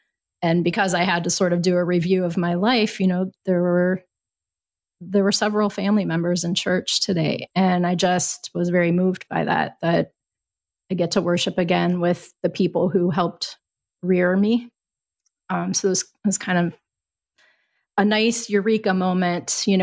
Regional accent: Ohio, United States; I was born in Camel, Ohio, raised in Camel, Ohio, which is a small town in the Rust Belt. At the time I was born, though, it wasn't rusty yet.

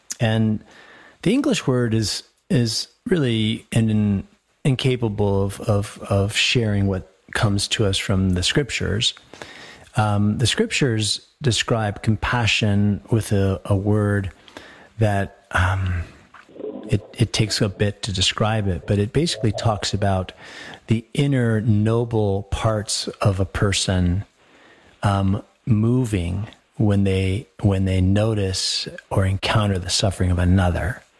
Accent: Colorado, United States; We grew up in Colorado, and he was a schoolmate when I was at the seminary.

